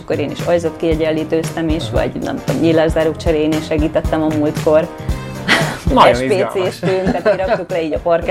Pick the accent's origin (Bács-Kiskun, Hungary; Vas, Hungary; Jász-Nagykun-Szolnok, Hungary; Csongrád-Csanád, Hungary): Csongrád-Csanád, Hungary; Szeged; moved away as an adult; now in Budapest, Hungary; a névváltozás után nem sokkal egyébként Szegedről Budapestre költöztem